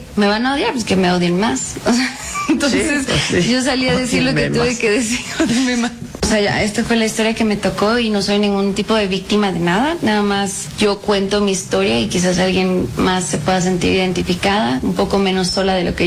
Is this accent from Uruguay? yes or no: no; Los Angeles, California, United States; born there; Pues yo nací en Los Ángeles. Claro. Tengo la nacionalidad mexicana.